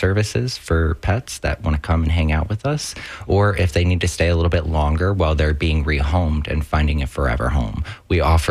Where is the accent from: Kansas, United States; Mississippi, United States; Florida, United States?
Florida, United States; St. Petersburg; now in Lutz, United States; I was raised in St. Pete, you know, and I moved back home about 2021, and I just couldn't afford to move back to St. Pete at that time.